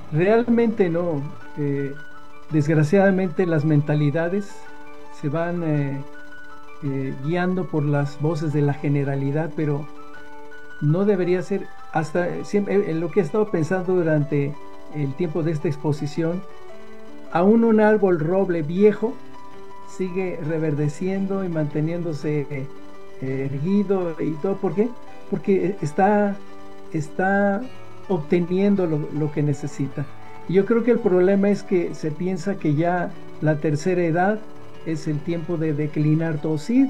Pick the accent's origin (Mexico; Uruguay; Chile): Mexico